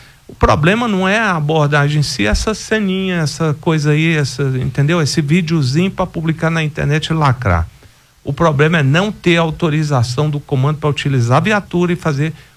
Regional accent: Goiás, Brazil; eu sou goiano

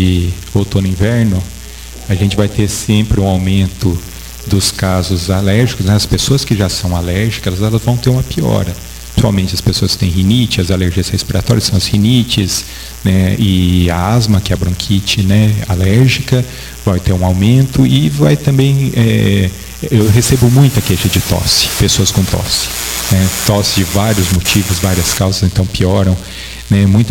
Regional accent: Espírito Santo do Pinhal, São Paulo, Brazil; Eu sou nascido e criado aqui em Pinhal

